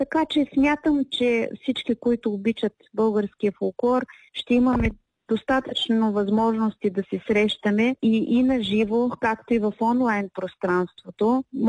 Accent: Thrace, Bulgaria; както казах, аз съм тракийка

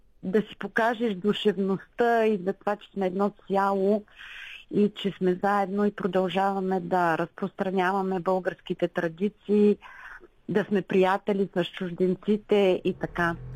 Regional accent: Rhodopes, Bulgaria; По-родопски, защото ние сме си родопчани едните и другите.

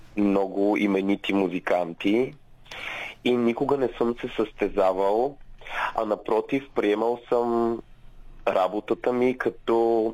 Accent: Sofia, Sofia City, Bulgaria; born there; also born or lived in Kardzhali; Аз се чувствам изключително приятно, защото Кърджали е моя град. Въпреки, че съм роден в София, всяко лято прекарвах в Кърджали с баба ми и дядо ми.

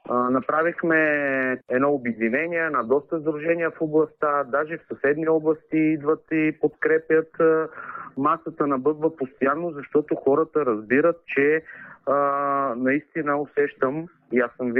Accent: Pernik, Pernik Province, Bulgaria; от Перник съм

